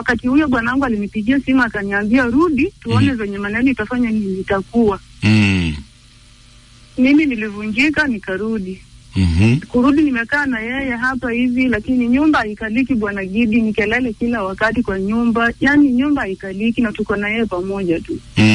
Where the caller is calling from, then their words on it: Vihiga County, Kenya; natoka Vihiga County.